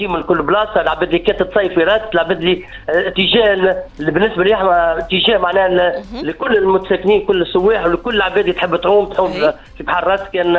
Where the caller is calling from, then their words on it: Rades, Ben Arous, Tunisia; ناشط في المجتمع المدني بمدينة رادس.